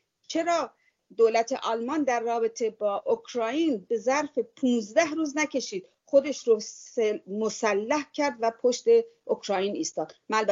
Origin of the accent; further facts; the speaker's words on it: Iran; moved away; من ایرانی هستم